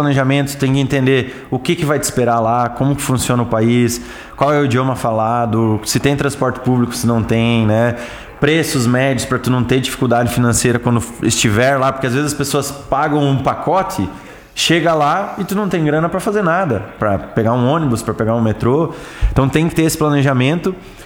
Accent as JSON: {"language": "Portuguese", "town": "São Miguel do Oeste", "region": "Santa Catarina", "country": "Brazil", "tie": "born or raised there", "moved": "yes", "said": "Eu não sou natural de São Miguel, mas eu me considero miguelostino, porque eu vim pra cá com 6 anos de idade."}